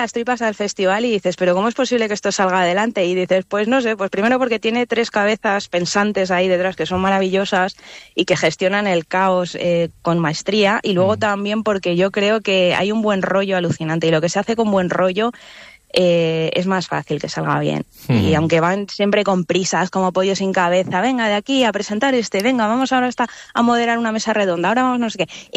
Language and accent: Spanish; Salamanca, Castile and León, Spain; yo soy de Salamanca y estudié primero filosofía y luego teoría de la literatura y literatura comparada.